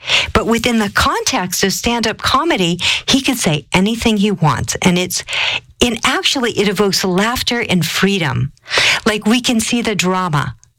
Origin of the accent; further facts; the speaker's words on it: Colorado, United States; I come from Colorado. It's bone dry there.